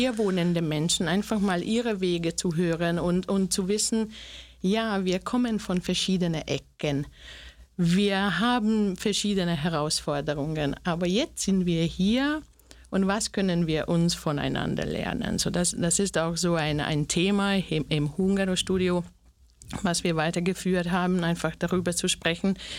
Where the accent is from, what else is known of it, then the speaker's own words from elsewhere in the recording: Slovakia; now in Austria; ich komme auch aus der Slowakei. Ja, also ich bin auch eine Minderheit. Ich kenne dieses Minderheitsgefühl auch in Österreich.